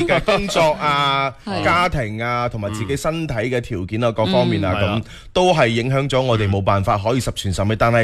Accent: Guangdong, China; 我哋广东人。要有意头嘅嘢就有出头有意头咯

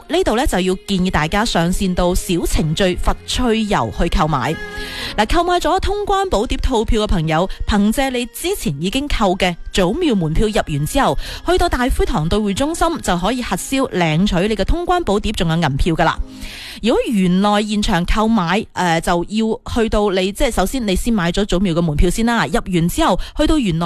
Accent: Foshan, Guangdong, China

